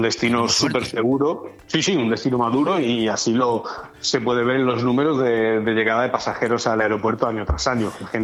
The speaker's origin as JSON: {"language": "Spanish", "region": "Galicia", "country": "Spain", "moved": "yes", "lives_now": "Benidorm, Spain"}